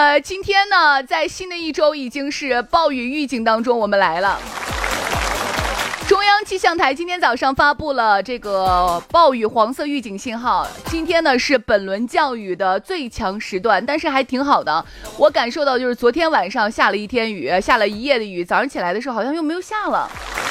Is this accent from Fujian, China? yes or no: no; Shaanxi, China; 河堤我老家啊